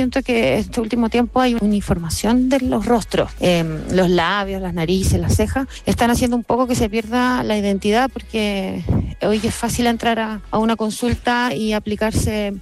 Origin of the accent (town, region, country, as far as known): Chile